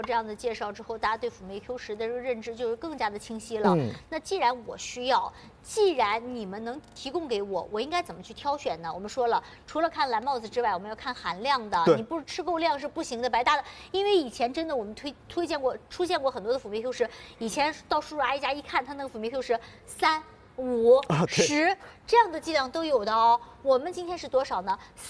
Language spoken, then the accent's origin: Chinese; China; 他对我们中国人、我们亚洲人群适合吗？你得打个问号。